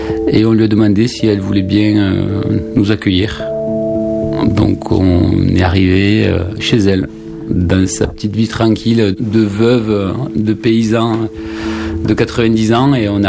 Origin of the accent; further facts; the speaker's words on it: Labastide-Rouairoux, Occitanie, France; moved away as an adult; j'ai grandi à Lavastide-Rouairoux, donc tout petit village du bout du Tarn. Je crois que c'est un village de 1000-1200 habitants à l'époque. Et je suis né dans une famille d'ouvriers, famille simple, plutôt pas très voyageuse, très famille.